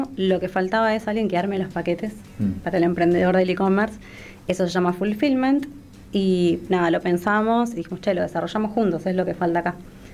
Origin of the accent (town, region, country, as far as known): Argentina